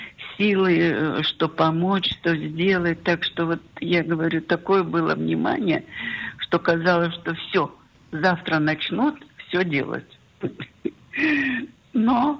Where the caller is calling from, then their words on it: Israel; Мы находимся в Израиле, мы 30 лет здесь живем